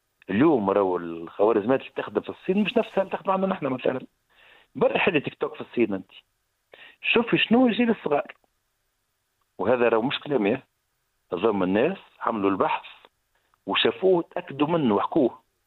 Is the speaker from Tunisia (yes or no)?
yes; Tunisia; عندنا في تونس